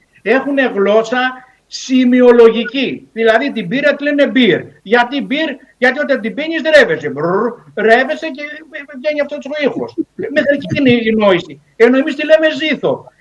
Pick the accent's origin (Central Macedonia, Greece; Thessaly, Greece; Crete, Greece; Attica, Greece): Crete, Greece; γιατί αν πετάω εγώ το ακόντιο από εδώ που είμαι από την Κρήτη μέχρι την Αθήνα